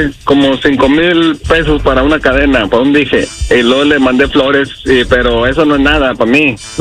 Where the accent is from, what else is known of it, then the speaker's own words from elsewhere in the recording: Torreón, Coahuila, Mexico; Es de Torreón y yo soy de Torreón.